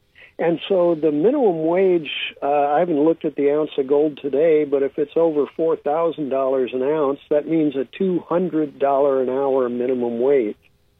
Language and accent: English; California, United States; I'm the guy from California